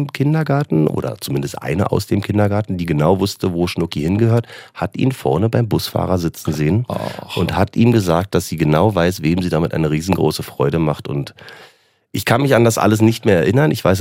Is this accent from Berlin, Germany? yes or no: yes; Berlin, Germany; moved away as an adult; also born or lived in Potsdam; now in Switzerland; In der Schweiz habe ich immer gesagt, ja, ich komme aus Berlin. Gebürtig bin ich Potsdamer. Habe einfach eine sehr, sehr, sehr, sehr, sehr lange Zeit seit meiner frühesten Jugend eigentlich in Berlin verbracht und gelebt, dann später auch.